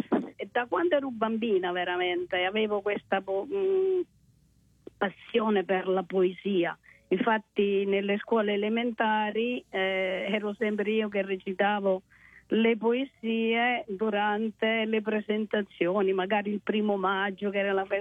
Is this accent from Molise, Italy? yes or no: yes; Cantalupo nel Sannio, Molise, Italy; moved away